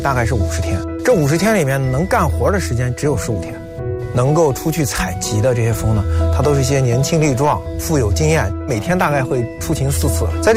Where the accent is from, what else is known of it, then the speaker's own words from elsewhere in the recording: China; 我们中国人